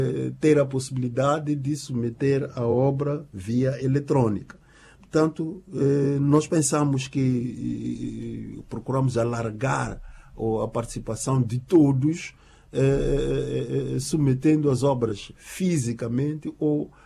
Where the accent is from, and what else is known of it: Mozambique